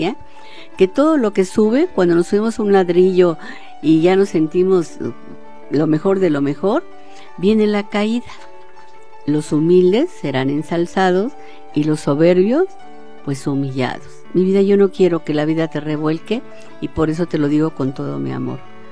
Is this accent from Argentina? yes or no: no; Mexico; volvamos a estar unidos como lo que somos, mexicanos.